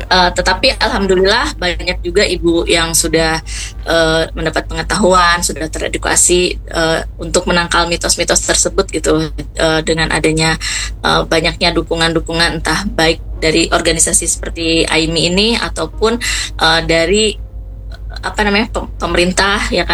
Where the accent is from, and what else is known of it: West Java, Indonesia; now in South Kalimantan, Indonesia